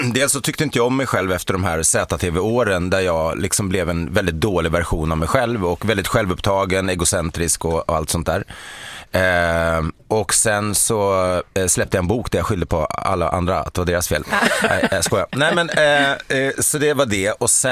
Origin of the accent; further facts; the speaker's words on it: Sweden; also born or lived in Botkyrka, Stockholm County; vi är gamla svenskar sådär.